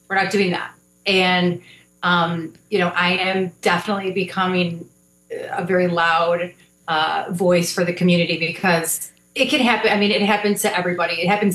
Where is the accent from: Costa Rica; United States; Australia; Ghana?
United States; Crystal Lake, Illinois; Actually, I grew up in Crystal Lake, so I grew up in a lake town